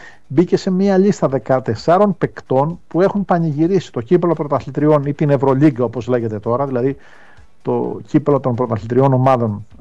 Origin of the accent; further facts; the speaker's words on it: Greece; Εμένα μου άρεσε αυτό, όχι επειδή είμαι Έλληνας, ξέρεις, υποστηρίζω τον Ολυμπιακό ή τον Παναθηναϊκό παλιότερα